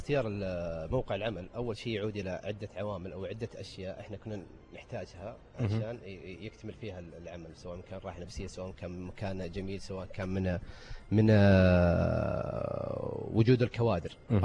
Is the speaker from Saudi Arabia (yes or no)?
yes; Saudi Arabia; أنت سعودي؟ قلت سعودي.